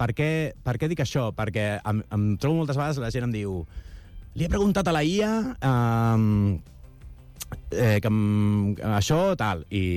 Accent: Catalonia, Spain; que tenim com a catalans

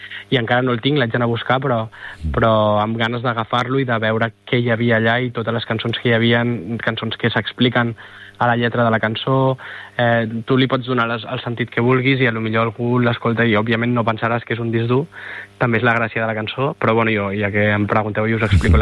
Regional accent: Badalona, Catalonia, Spain; Jo soc de Badalona i em fa molta il·lusió tocar a casa

